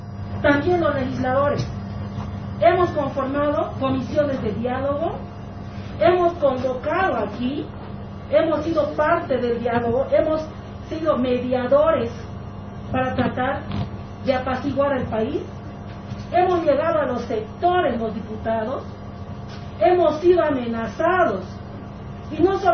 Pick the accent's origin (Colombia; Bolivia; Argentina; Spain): Bolivia; Y se lo digo así como una boliviana.